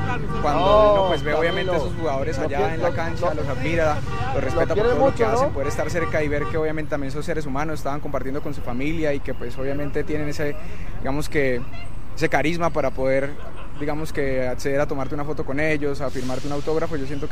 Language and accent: Spanish; Barrancabermeja, Santander, Colombia; Yo nací en un barrio llamado Danubio y bueno, me crié luego en el 20 de agosto y he vivido en casi todos los barrios de Barranca, Primero de Mayo, Minas del Paraíso, pero sí nací en el Danubio.